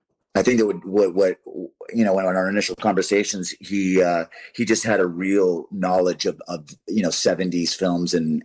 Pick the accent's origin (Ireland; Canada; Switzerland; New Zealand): Canada; now in United States; I'm Canadian. I love Canada, born and raised. America gave me the amazing opportunity of flourishing in this great film business.